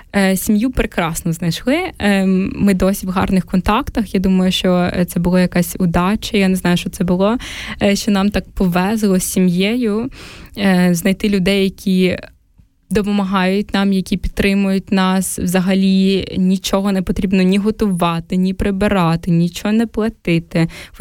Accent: Zaporizhzhia, Zaporizhzhia Oblast, Ukraine; Мені було 16 тоді, коли війна застала нас в Запоріжжі. Я виросла в Запоріжжі.

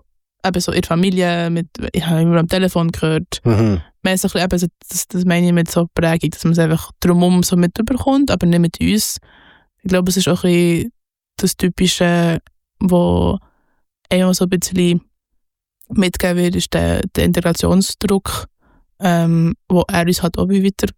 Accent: Bern, Switzerland; am Anfang bin ich ja wie in Bern aufgewachsen, also eigentlich deutschsprachige Stadt. Aber auch bei der Franzschule und auch mit französischem Fernsehen, mit französischer Musik, mit französischen Büchern und all die Classics und alles aufgewachsen.

